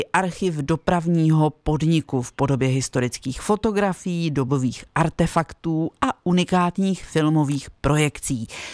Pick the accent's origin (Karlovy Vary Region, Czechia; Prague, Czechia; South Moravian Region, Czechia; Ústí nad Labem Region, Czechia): Ústí nad Labem Region, Czechia; Litvínov; O mě se ví, že jsem původem z Litvínova